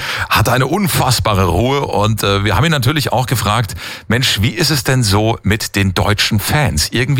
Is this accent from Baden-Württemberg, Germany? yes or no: yes; Schwetzingen, Baden-Württemberg, Germany; Morgen, wenn … meine Heimatstadt Schwetzing rocken, live Open Air im Schlossgarten, wird sicherlich geil.